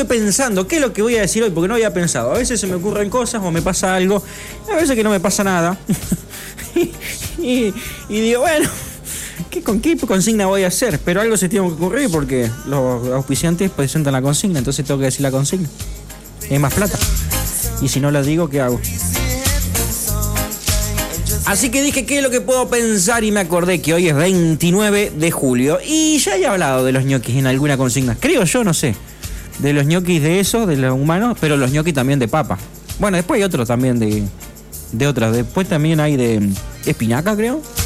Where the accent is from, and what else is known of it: Argentina